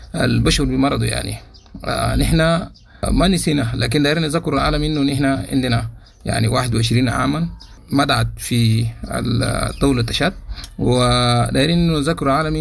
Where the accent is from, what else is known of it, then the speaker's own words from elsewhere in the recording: Sudan; now in Chad; احنا سودانيين